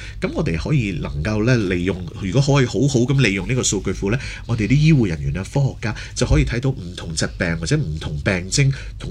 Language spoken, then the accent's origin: Cantonese; Hong Kong